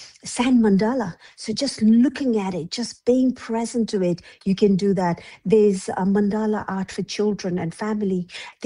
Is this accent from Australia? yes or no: yes; Australia; And this is something, I'm an Australian.